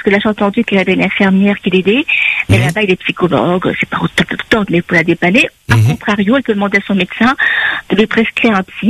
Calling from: Île-de-France, France; Moi, je vous appelle de l'Essonne.

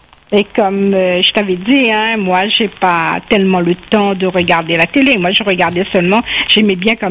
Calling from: Réunion; Nous, la Réunion, étant donné que c'est une petite pointe.

